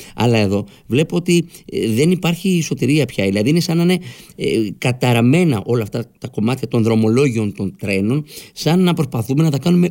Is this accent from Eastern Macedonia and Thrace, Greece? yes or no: yes; Eastern Macedonia and Thrace, Greece; moved away; στον Εύρο, που είναι η πατρίδα μου